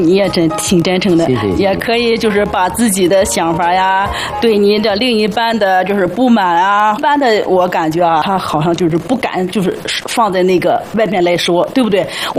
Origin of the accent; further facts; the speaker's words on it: Tianjin, China; 这可能是缘分吧。我来自天津，